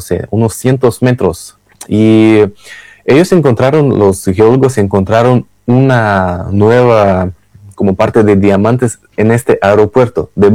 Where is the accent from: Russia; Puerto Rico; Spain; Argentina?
Russia; Spanish is a second language; now in Saint Petersburg, Russia; Yo soy como ciudadano ruso